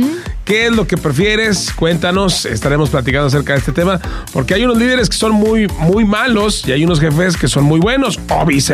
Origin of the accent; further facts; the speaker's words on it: Mexico; now in United States; nosotros como latinos, en México lo celebramos el 1 de mayo.